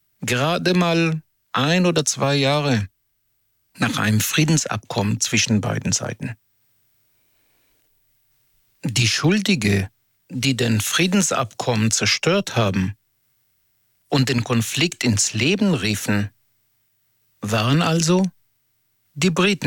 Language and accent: German; Israel; Ich komme aus Israel.